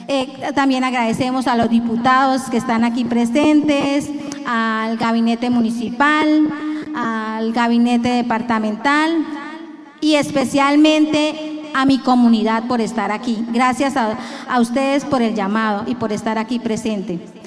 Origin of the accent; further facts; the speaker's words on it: El Troncal, Colombia; de mi hermosa comunidad del Troncal, le damos la bienvenida a mi pueblito cacaotero, el Troncal.